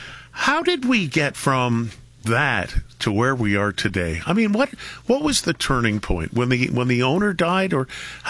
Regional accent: Toronto, Ontario, Canada; I grew up in Toronto. I don't like the city anymore. I would never live there again.

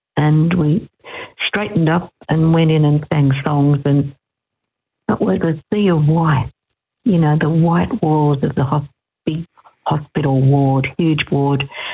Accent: Australia; So, yeah, I'm glad I'm Australian, aren't you?

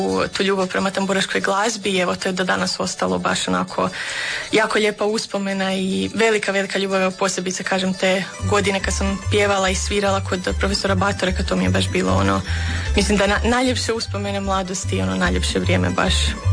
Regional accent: Daruvar, Bjelovar-Bilogora County, Croatia; now in Osijek, Croatia

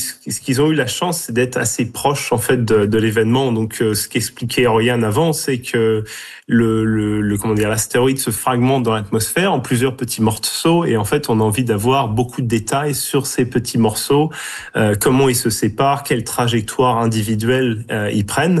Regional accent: Normandy, France; Et là je vois que c'est très proche de là d'où je viens en Normandie.

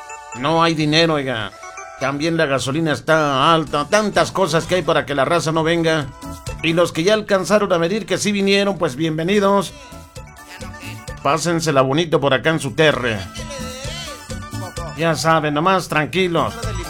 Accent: Río Grande, Zacatecas, Mexico; el mero día del santo patrono de mi tierra querida, San Lorenzo, Río Grande, Zacatecas

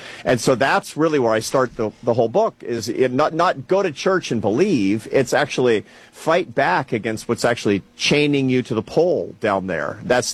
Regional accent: United States; And, of course, I'm an American, so I'm optimistic that we will figure this out.

